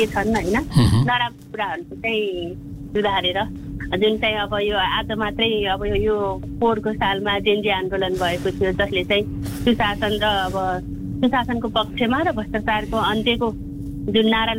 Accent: Baglung, Gandaki Province, Nepal

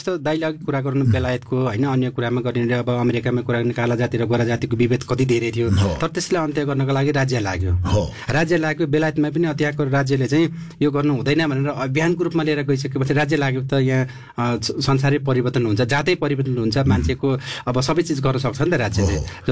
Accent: Dhankuta, Koshi Province, Nepal; मेरो गाउँ धनकुटा हो, म गाउँमा बस्छु

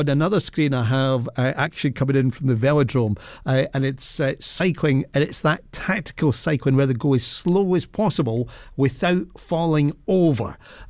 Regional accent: Scotland, United Kingdom; As a Scot, I know that the thing that comes straight after hope and optimism is, realism.

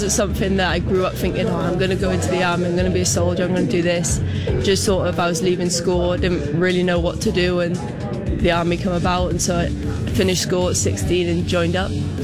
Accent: Northern Ireland, United Kingdom; born there; So I grew up a bit all over the place. I was born out in Northern Ireland because my dad was serving.

